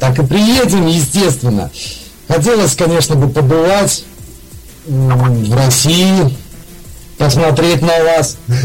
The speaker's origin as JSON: {"language": "Russian", "town": "Babruysk", "region": "Mogilev Region", "country": "Belarus", "said": "Мы с великого такого небольшого городка, он вообще-то в сети должен быть известен, называется городок Бобруйск."}